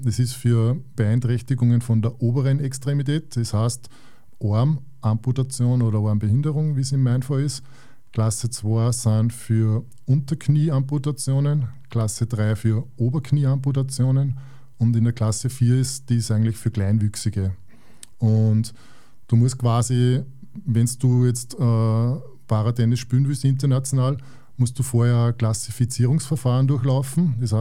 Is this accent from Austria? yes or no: yes; Bach, Upper Austria, Austria; Genau, also ich komme aus Bach bei Schwanenstadt, also kleinste Gemeinde Oberösterreichs einwohnermäßig mit ungefähr 320 Einwohnern.